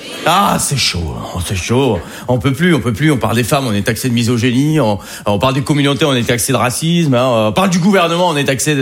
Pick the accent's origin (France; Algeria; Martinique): Algeria; Je suis algérien. Je pense pas qu'il y en ait ce soir, d'ailleurs, des Algériens.